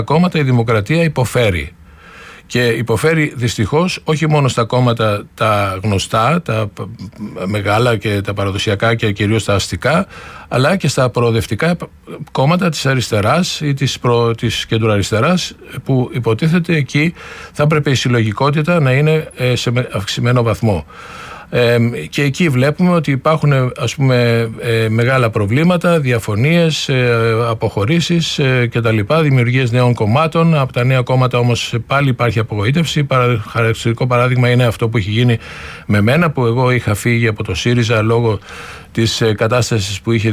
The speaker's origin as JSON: {"language": "Greek", "country": "Greece", "moved": "yes", "said": "σαν Έλληνας του εξωτερικού"}